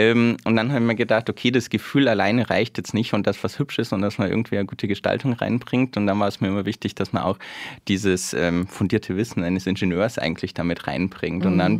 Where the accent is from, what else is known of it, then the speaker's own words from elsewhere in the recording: Bavaria, Germany; moved away as an adult; Genau, bin eigentlich gebürtiger Bayer, komme aus der Nähe von Ingolstadt und wollte damals einfach einmal raus aus der Heimat.